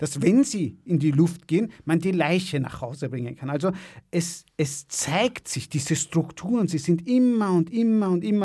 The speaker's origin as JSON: {"language": "German", "country": "Iran", "moved": "yes", "said": "als Iraner"}